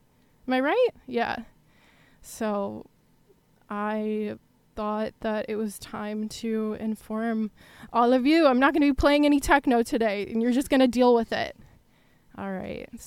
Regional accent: Alameda, California, United States; I've lived here my whole life. I'm from Alameda, so I don't know anything.

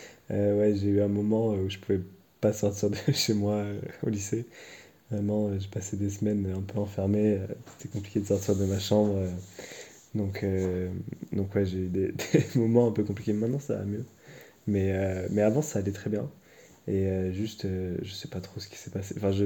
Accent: Marseille, Provence-Alpes-Côte d'Azur, France; born there; moved away as an adult; now in Paris, France; Donc, je suis né à Marseille. J'ai pas tout le temps grandi à Marseille. J'y suis retourné au collège et au lycée. J'habitais chez mes deux grands-mères jusqu'à mes 10-12 ans, en gros.

